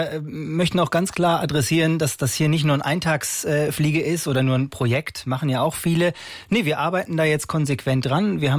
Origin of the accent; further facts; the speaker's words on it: Rotenburg an der Fulda, Hesse, Germany; born there; moved away as an adult; now in Northern Germany; Gebürtig aus Rothenburg an der Fulda.